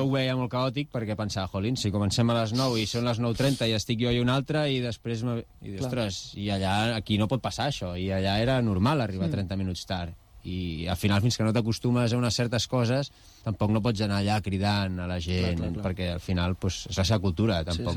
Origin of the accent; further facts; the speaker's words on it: Badalona, Catalonia, Spain; perquè al final jo sí que sóc de Badalona, però mai havia treballat a Badalona.